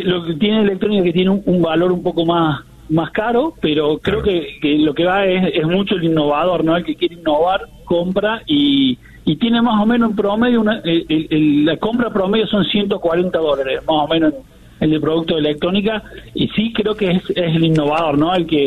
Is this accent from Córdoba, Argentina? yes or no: yes; Oncativo, Córdoba, Argentina; Sí, me crié en Oncativo, donde son los mejores salames